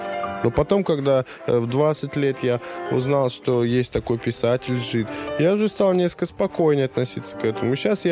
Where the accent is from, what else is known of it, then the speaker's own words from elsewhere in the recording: Russia; born there; я же родился в этой стране